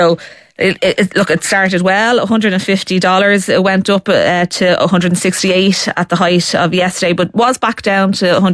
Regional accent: Dublin, Leinster, Ireland; I was raised in Crumlin

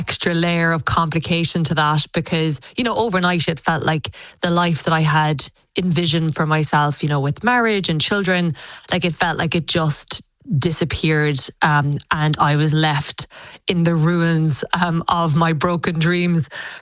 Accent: Clonakilty, Munster, Ireland; Yeah, you know, I'm from Clonakilty. You know, my parents own O'Neill's Butcher Shop on the main street there.

